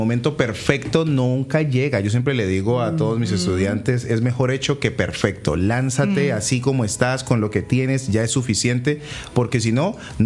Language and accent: Spanish; Cali, Valle del Cauca, Colombia; also born or lived in Mexico